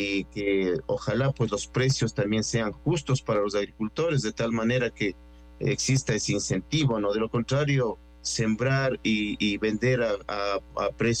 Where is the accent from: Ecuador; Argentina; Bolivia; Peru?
Ecuador; como buen ecuatoriano toca apoyar a nuestra selección